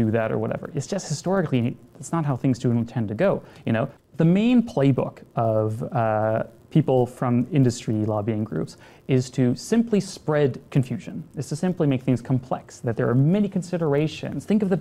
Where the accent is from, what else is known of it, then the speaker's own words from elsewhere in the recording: United States; born there; My father's American, I was born in America, but my mom's German, and so I've been exposed to both cultures.